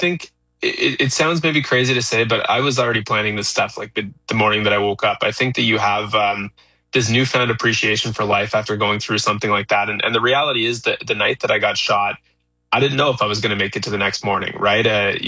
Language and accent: English; Canada; I'm born and raised in Canada.